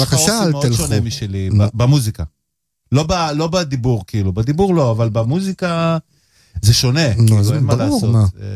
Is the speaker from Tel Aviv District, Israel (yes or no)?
yes; Bat Yam, Tel Aviv District, Israel; באזור שגדלתי בבת ים.